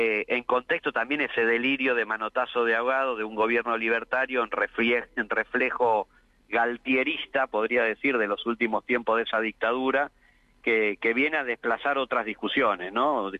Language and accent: Spanish; Argentina; me interpela como argentino